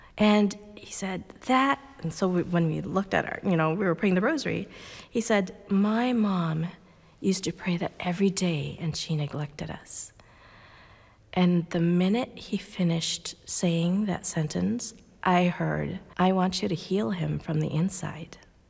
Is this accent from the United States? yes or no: no; Philippines; So I thought, okay, well, I grew up in the Philippines, so a lot of poverty and disease.